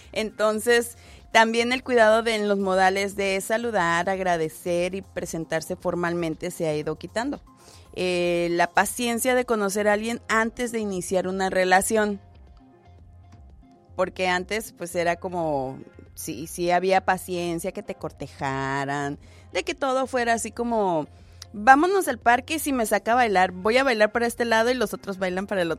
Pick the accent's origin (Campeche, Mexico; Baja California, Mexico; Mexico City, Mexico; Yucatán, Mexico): Baja California, Mexico; Tijuana; Yo crecí en Tijuana, en Tijuana no hacían eso.